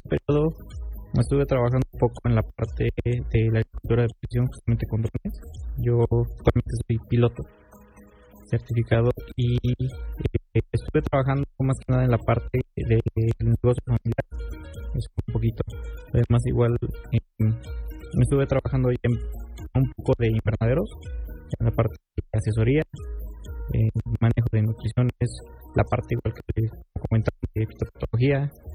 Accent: Chimalhuacán, Mexico; Soy de Chimalhuacán, con Puebla, y actualmente estoy cursando el séptimo semestre de la carrera.

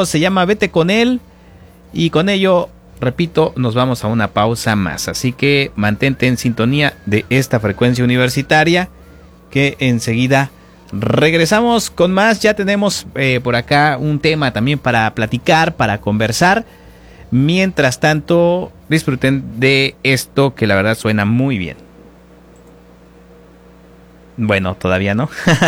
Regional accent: Oaxaca, Mexico; Como ustedes saben, yo soy oaxaqueño y siempre que hay algún comentario, alguna referencia, pues la verdad me pongo contento de escuchar de mi tierra, Oaxaca.

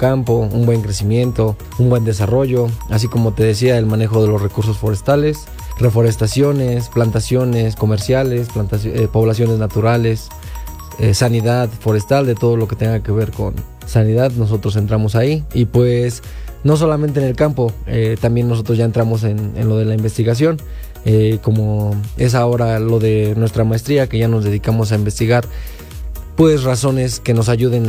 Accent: Tulancingo, Hidalgo, Mexico; la universidad me queda cerca, yo soy originario de Tulancingo

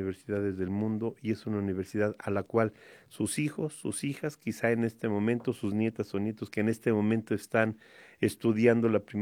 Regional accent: Hidalgo, Mexico; pero ¿qué somos como hidalguenses al tener una universidad como esta en el concierto de la educación nacional

